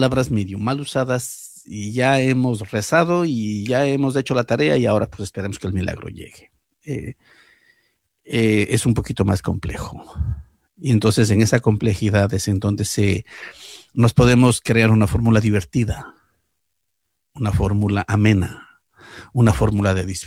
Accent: Ecuador; moved away as an adult; now in New York, United States; En el año 94, en 1994, yo vine del Ecuador a Nueva York.

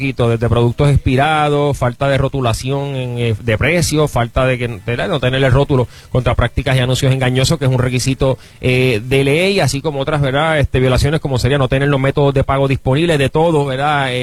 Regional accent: San Juan, Puerto Rico; De Puerto Nuevo, nacido y criado, así que sí, de esa área soy.

